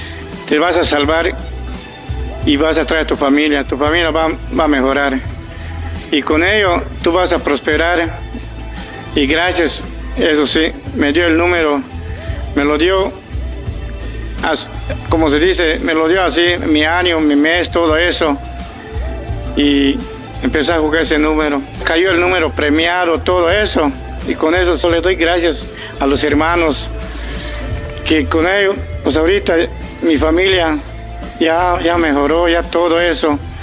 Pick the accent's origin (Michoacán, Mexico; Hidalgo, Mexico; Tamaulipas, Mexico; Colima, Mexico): Hidalgo, Mexico; moved away; la gente de mi pueblo, de Suma, de Hidalgo